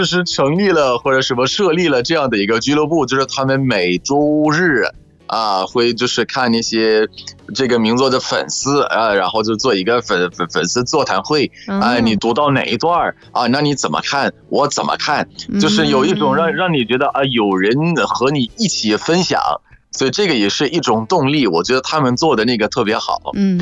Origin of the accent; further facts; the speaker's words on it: Egypt; Chinese is a second language; ，拜拜。